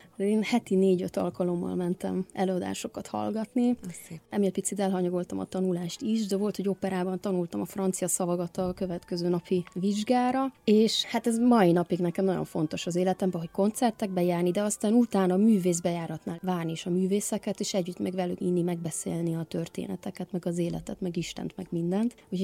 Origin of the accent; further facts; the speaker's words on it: Zurich, Switzerland; Tehát emiatt nőttem fel Zürichben